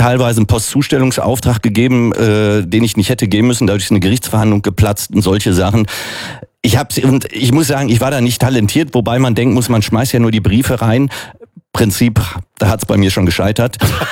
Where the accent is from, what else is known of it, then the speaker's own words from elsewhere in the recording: Bochum, North Rhine-Westphalia, Germany; Ich komme aus Bochum, aus dem Ruhrpott, bin Gitarrist, Medien.